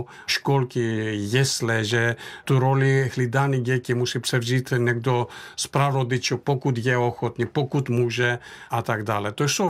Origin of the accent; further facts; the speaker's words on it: Thessaly, Greece; Czech is a second language; now in Czechia; když jsem odcházel z Měchom města, který se nachází uprostřed nejúrodnější oblasti Řecka, je to region Tesálie, tak to město mělo přes 6 000 obyvatel. Dneska má jenom 4 000 obyvatel.